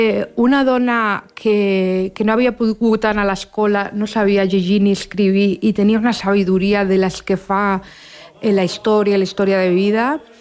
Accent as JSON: {"language": "Catalan", "town": "Barcelona", "region": "Catalonia", "country": "Spain", "tie": "born there", "said": "Jo vaig néixer a Barcelona, a l'Hospital Sant Pau, el 8 d'abril del 77. Bueno, jo soc adoptada, me van adoptar en 6 mesos i van adoptar una família de Lleó, que són els meus pares."}